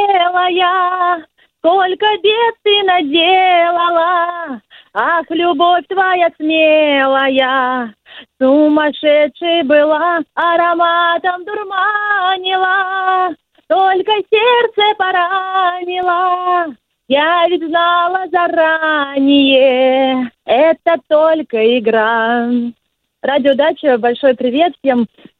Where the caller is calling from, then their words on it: Dolgoprudny, Moscow Oblast, Russia; Я из города Долгопрудного.